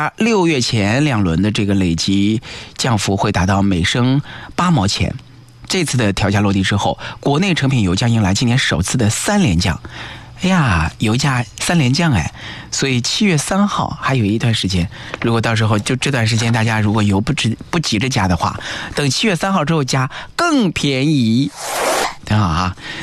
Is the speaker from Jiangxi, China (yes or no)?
no; Hefei, Anhui, China; now in Nanjing, China; 我们老家就是合肥南站那个地方